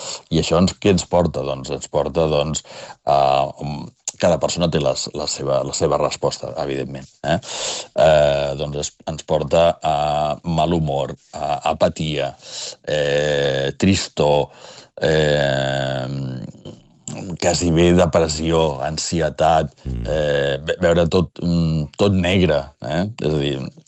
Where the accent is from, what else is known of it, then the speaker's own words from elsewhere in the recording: Barcelona, Catalonia, Spain; jo soc barceloní